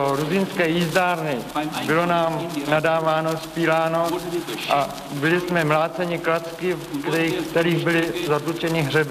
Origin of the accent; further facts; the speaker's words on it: Volevci, Plzeň Region, Czechia; born there; Volevci u Plzně.